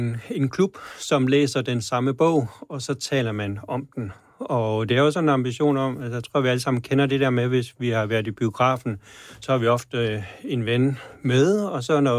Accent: Djursland, Central Denmark Region, Denmark; da jeg voksede op på Djursland og var en lille dreng.

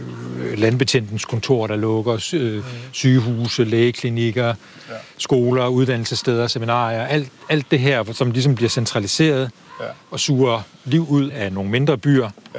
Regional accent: North Denmark Region, Denmark; now in Copenhagen, Denmark; Jeg er vokset op i Himmerland. Og har boet i en lille landsby syd for Aarhus, og nu bor jeg så i midten af København.

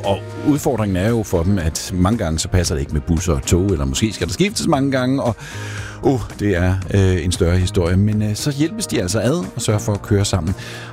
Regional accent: Jutland, Denmark; Jeg kommer jo fra Jylland.

